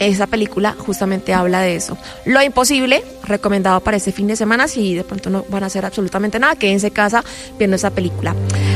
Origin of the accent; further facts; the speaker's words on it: Cartagena, Bolívar, Colombia; no soy de Santa Marta, soy de Cartagena.